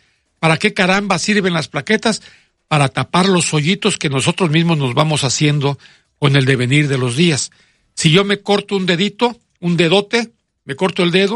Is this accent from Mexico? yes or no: yes; Poza Rica, Veracruz, Mexico; born there; Yo soy de Poza Rica, de la calle Emiliano Zapata, en la colonia Tajín. Ahí nací, exactamente en el 218 de esa casa.